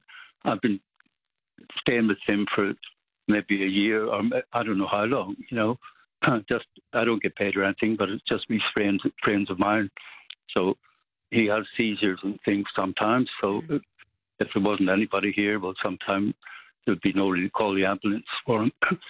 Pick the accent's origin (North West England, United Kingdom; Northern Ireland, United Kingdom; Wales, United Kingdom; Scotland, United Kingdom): Northern Ireland, United Kingdom; Sorry, because people think I'm Irish, but the Southern Irish talk very different from us and Northern Irish. So when you say Union Jack, it lets them know we're British old chap.